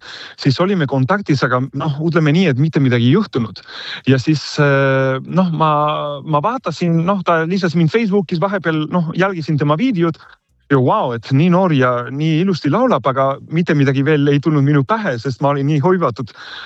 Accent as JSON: {"language": "Estonian", "country": "Spain", "moved": "yes", "lives_now": "Estonia", "said": "tegelikult Eesti on praegu minu kodu , mina olen Hispaanias pärit , aga nüüd ma võin öelda , et ma olen juba nagu eestlane või pooleestlane , sest ma olen siin elanud nii kaua , et juba 16 aastat Eestis"}